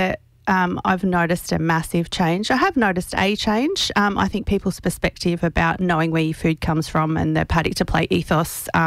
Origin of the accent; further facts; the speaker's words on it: Victoria, Australia; Where I grew up in the Mallee in Victoria, my dad's a farmer. He still works on the same farm.